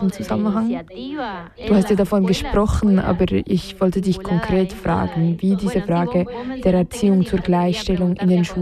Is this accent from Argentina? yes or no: yes; Argentina; Ich komme zum Beispiel aus Argentinien